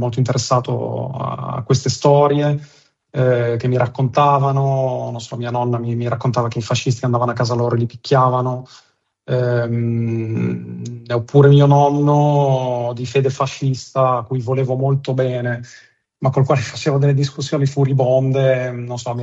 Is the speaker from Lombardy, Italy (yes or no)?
no; Modena, Emilia-Romagna, Italy; now in Bologna, Italy; Ah, guarda, io sono cresciuto, sono nato e cresciuto a Modena, anche se vivo a Bologna da quasi 30 anni.